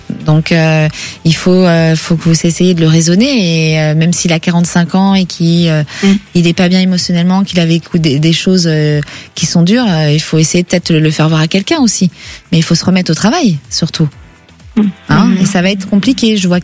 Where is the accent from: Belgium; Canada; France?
France; Villejuif, Île-de-France; Moi, j'ai grandi à côté, à Villejuif.